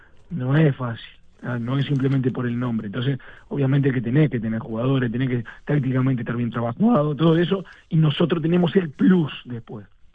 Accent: Uruguay; moved away; nosotros somos uruguayos y nos gusta la motivación

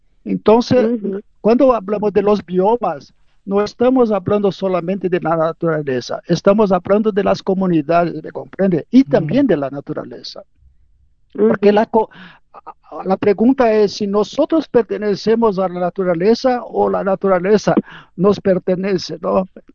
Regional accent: Brazil; somos brasileños

